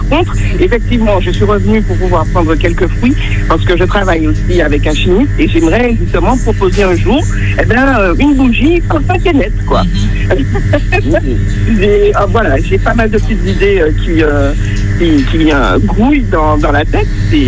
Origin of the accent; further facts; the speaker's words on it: Martinique; now in France; je suis martiniquaise, je vis en France et là je suis en vacances